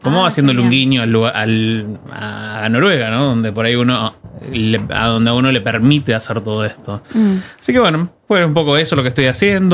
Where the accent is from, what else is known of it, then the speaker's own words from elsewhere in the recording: Tierra del Fuego, Argentina; also born or lived in Tucumán / Rosario / Spain; Soy tucumano, me crié en Tierra del Fuego y después, bueno, en la universidad donde conocí a mi esposa y demás, en Rosario.